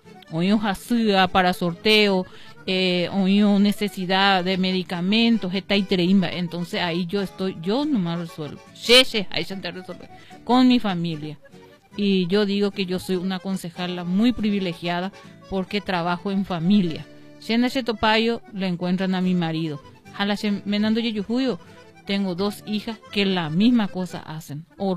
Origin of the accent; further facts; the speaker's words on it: Paraguay; born there; San Antonio General Díaz, de aquí queda 25 kilómetros. Ese es Aicuata, a pesar de que es el lugar, la comunidad donde yo nací, es mi valle, donde está mi mamá y mi papá.